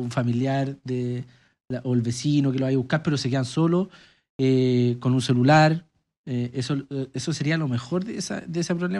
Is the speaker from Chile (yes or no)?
yes; Colbún, Maule, Chile; Yo soy de Colbún, mis papás también de Talca, fueron a la UTAL.